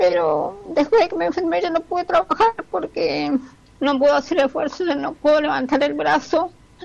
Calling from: Machagai, Chaco, Argentina; de Machegay, Chaco.

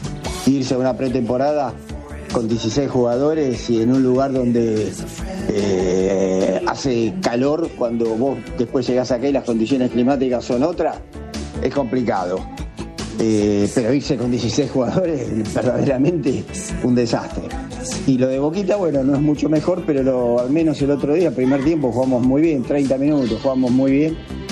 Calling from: Buenos Aires, Argentina; de Floresta

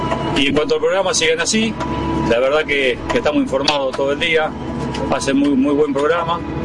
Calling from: Buenos Aires, Argentina; de Ribeño, provincia de Buenos Aires.

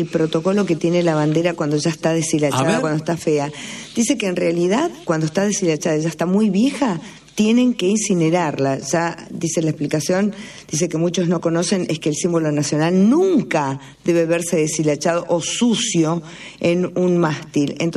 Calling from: Arenaza, Buenos Aires, Argentina; Soy de Arenaza.

